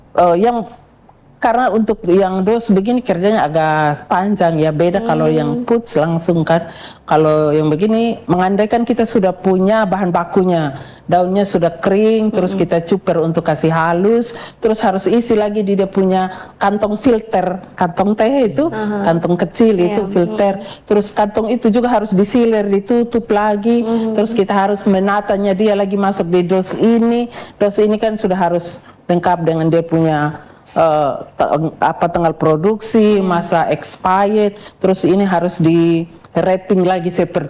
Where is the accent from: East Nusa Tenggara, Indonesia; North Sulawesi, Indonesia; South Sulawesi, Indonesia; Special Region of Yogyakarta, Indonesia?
East Nusa Tenggara, Indonesia; Kita orang NTT